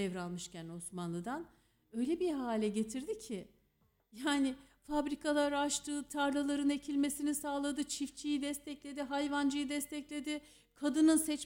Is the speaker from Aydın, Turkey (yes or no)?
yes; Aydın, Turkey; Aydınlıyım, evet.